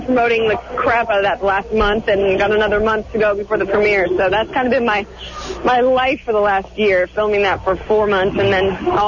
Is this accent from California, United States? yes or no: yes; Orange County, California, United States; I'm from Orange County